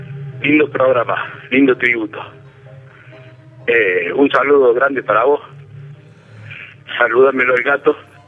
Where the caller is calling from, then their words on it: Córdoba, Argentina; de Talleres Este.